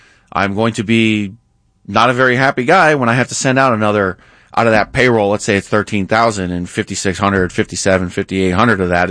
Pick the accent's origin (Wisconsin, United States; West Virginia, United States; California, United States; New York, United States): New York, United States; You know, I grew up in New York.